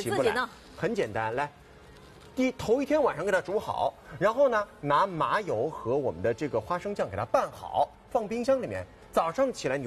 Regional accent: Shanghai, China; 咱们上海人自己的味道呀

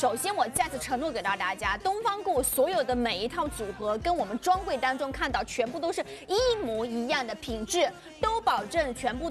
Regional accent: China; 然后我们中国人喜欢大。火猛炒的

